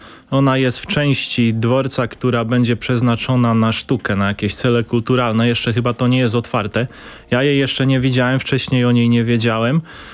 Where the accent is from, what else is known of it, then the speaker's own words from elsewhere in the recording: Rzeszów, Subcarpathian Voivodeship, Poland; born there; Ja mieszkam w Rzeszowie od 37 lat z przerwami. Pierwsze 7 lat spędziłem gdzie indziej, pod Rzeszowem.